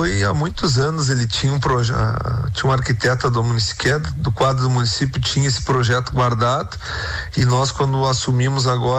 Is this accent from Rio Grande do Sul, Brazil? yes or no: yes; Alegrete, Rio Grande do Sul, Brazil; nasci em Porto Alegre, mas vim com um ano para Alegrete. Sempre quando perguntam de onde a gente fala que é do Alegrete por ter se criado aqui